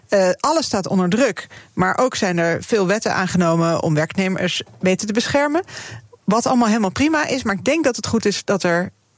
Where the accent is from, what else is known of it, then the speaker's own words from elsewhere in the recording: Wassenaar, South Holland, Netherlands; ik kom uit Wassenaar